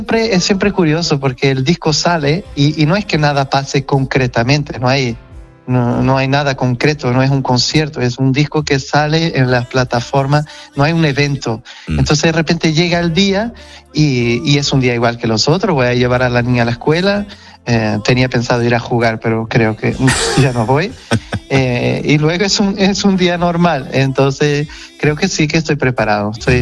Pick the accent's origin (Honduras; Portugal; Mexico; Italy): Portugal; accent: Portuguese; Spanish is a second language; Entonces yo pensé, bueno, lo que traigo es mi acento, y yo estoy muy orgulloso del portugués, de la lengua portuguesa, y también como la hablan los portugueses, ¿sabes?